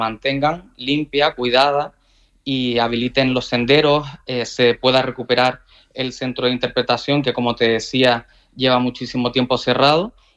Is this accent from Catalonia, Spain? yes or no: no; Santa Brígida, Canary Islands, Spain; También cabe decir que yo soy de allí, de Santa Brígida, y llevo yendo a la caldera desde que era un niño